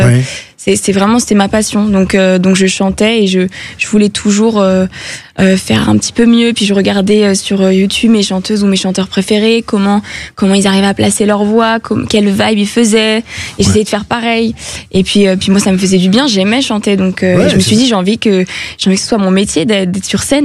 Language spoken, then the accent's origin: French; Île-de-France, France; J'ai grandi en région parisienne.